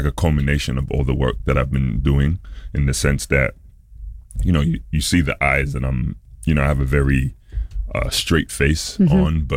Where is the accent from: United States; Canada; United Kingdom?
United Kingdom; Tottenham, London; I'm from Tottenham, so growing up, I never went to the National Portrait Gallery or even that part of London.